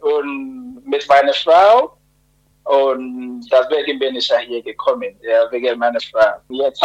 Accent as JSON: {"language": "German", "country": "Ghana", "moved": "as an adult", "lives_now": "Germany", "said": "Also ich komme aus Ghana und Ghana ist einer von den 54 Ländern in Afrika, in der Westseite, beziehungsweise."}